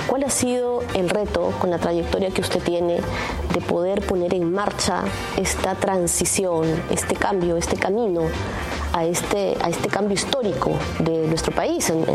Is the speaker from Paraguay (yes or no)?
no; Peru